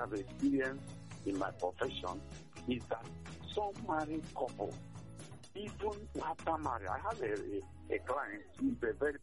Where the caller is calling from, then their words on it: Aba, Abia, Nigeria; I'm calling from Aba. I'm a lawyer.